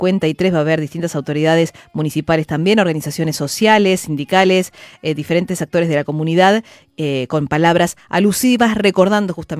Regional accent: Adrogué, Buenos Aires Province, Argentina

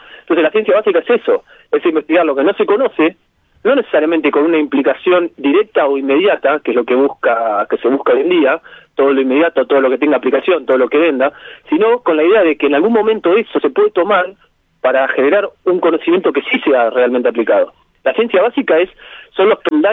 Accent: Bahía Blanca, Buenos Aires Province, Argentina; Tenemos un montón de cosas buenas, tanto en Bahía como en Argentina

